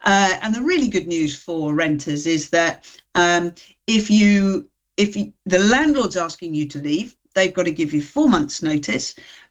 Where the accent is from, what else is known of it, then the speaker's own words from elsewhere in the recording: Nottingham, East Midlands, United Kingdom; also born or lived in Dudley; now in Birmingham, United Kingdom; albeit I grew up in Nottingham, it's my home, it's where I was born, because I was born in Dudley